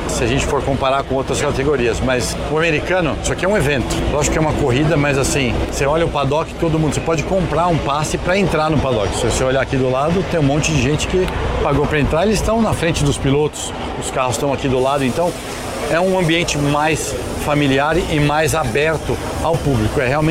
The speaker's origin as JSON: {"language": "Portuguese", "country": "Brazil", "said": "Eu sou brasileiro, a gente gosta de muvuca, a gente gosta de confusão."}